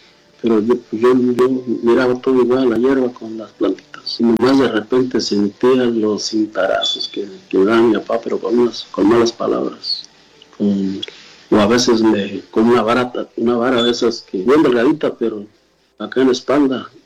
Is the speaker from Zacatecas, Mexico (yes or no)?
no; Valtierrilla, Guanajuato, Mexico; now in Houston, United States; Soy originario de Valtierrilla, Guanajuato, pero estoy viviendo aquí en Houston, Texas, de la comunidad de Houston, Texas.